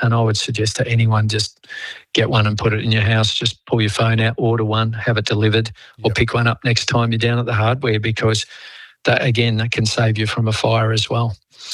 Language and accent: English; Melbourne, Victoria, Australia; now in Queensland, Australia; I mean, I grew up in Melbourne and had an electric blanket. Queensland, where I am now, doesn't get cold enough really, but yeah.